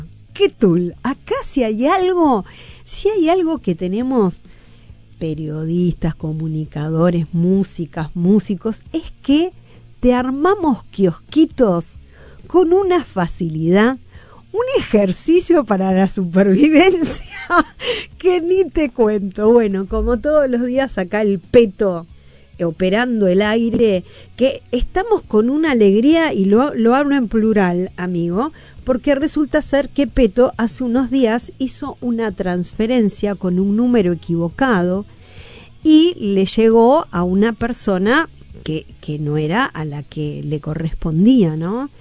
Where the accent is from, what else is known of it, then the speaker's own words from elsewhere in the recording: Buenos Aires, Argentina; born there; moved away; yo cuando era niña vivía en Buenos Aires